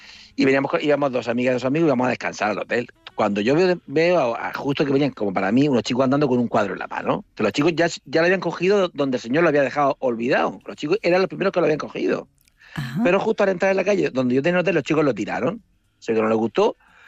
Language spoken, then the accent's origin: Spanish; Murcia, Region of Murcia, Spain; digo, mire … soy de Murcia y tal